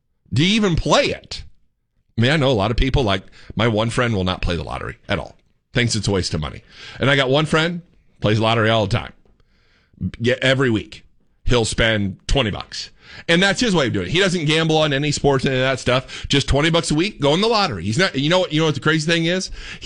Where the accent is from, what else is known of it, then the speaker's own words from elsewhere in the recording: United States; I'm overly American. I mean, I'm probably the most patriotic person you'll ever meet.